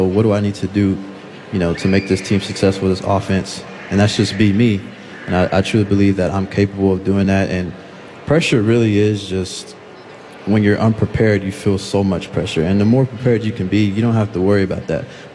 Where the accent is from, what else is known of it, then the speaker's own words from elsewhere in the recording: Denison, Texas, United States; moved away as an adult; to leave my hometown of Texas and go all the way to the Midwest was very uncomfortable for me and my family